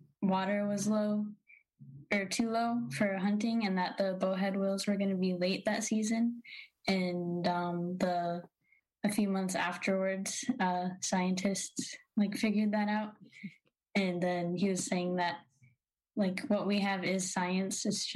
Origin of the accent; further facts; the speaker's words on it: Kotzebue, Alaska, United States; also born or lived in Nome / Washington; So I grew up in Kotzebue and Nome and lived in Washington for a little bit.